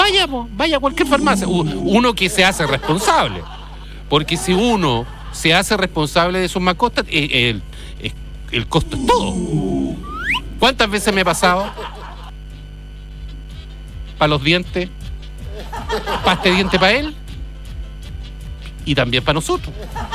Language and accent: Spanish; Lota, Biobío, Chile; 12:30 de la noche buscando veterinario en Concepción. Saca la cuenta, yo soy de Lota.